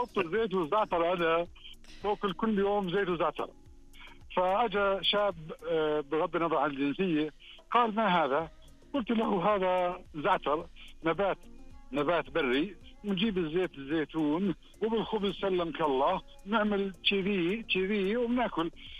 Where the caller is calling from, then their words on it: Riyadh, Riyadh Province, Saudi Arabia; أنا أكلمك من الرياض